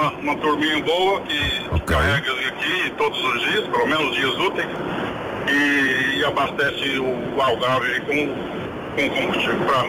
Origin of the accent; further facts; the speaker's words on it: Goiânia, Goiás, Brazil; Eu sou do meio do país, do centro, da região centro, sou de Goiás, Goiânia, a 200 quilômetros da capital, Brasília.